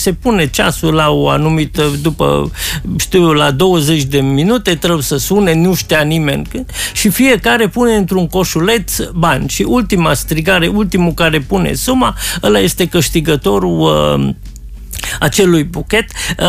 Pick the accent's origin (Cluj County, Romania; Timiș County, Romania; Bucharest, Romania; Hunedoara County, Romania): Timiș County, Romania; Cenad; Pe vremea mea, în copilărie mea, la Cenad